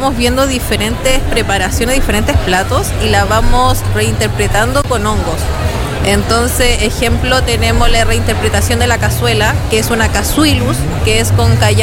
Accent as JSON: {"language": "Spanish", "region": "Valparaíso", "country": "Chile", "said": "nosotros somos acá de Valparaíso."}